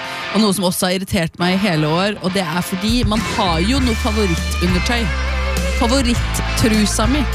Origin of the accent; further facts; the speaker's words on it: Copenhagen, Capital Region of Denmark, Denmark; now in Norway; I år har jeg til og med vært i København, fordi jeg er fra København